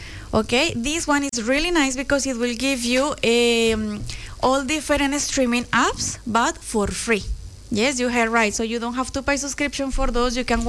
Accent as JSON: {"language": "English", "country": "Colombia", "said": "Of course, people, remember, we are Expo Novelty from Colombia, okay? We are the Colombians that were here sometimes, a couple times before"}